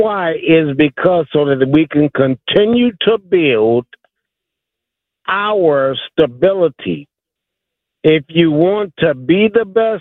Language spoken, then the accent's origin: English; Detroit, Michigan, United States; Okay. Now, I am from Detroit